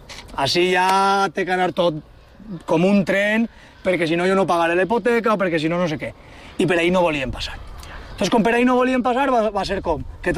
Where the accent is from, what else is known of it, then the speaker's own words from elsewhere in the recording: Valencian Community, Spain; com podem deixar de costat la cosa tan personal que tenim nostra com a valencians?